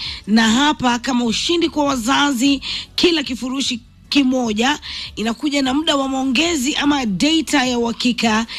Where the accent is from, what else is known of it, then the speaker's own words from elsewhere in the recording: Kibosho, Kilimanjaro, Tanzania; Mimi natoka Shimbonye, Kibosho.